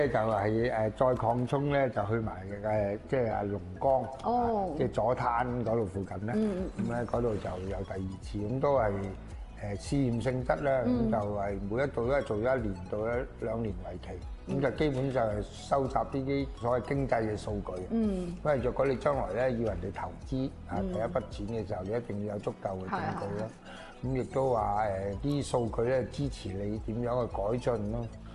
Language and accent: Cantonese; Foshan, Guangdong, China; 我哋佛山人咧，都係好順好直嘅